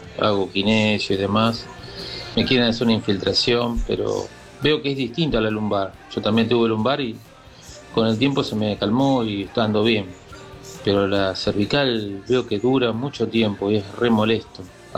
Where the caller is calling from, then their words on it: Bella Vista, Buenos Aires Province, Argentina; de Bellavista.